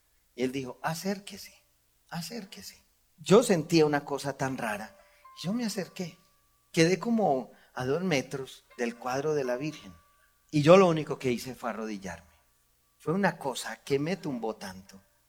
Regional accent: Colombia; yo vengo de Colombia, los colombianos estamos locos, los carismáticos estamos...

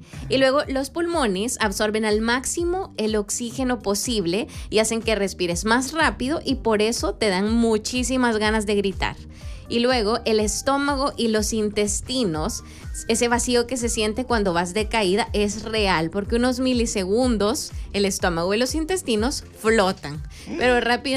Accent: El Salvador; tenemos que dar una buena presentación como salvadoreños.

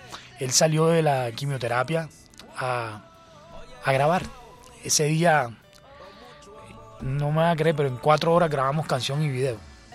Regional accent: Cartagena, Bolívar, Colombia; mi tierra, Cartagena de Indias, un álbum que es inspirado en mi ciudad, que ha sido toda la vida. A mí siempre me ha inspirado Cartagena.

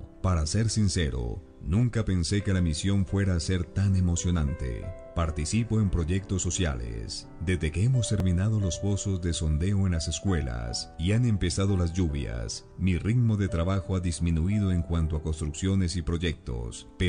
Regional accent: Spain; moved away as an adult; also born or lived in United States; now in Ethiopia; de 37 años, nacido en Estados Unidos, aunque crecí en España y soy sacerdote de la diócesis de Getafe.

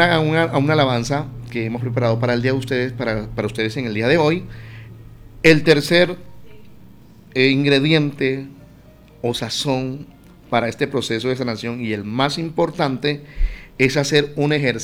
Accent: Magangué, Bolívar, Colombia; Bueno, y si hay oyentes de Magangué, Bolívar, que es mi tierra, un saludo para ellos.

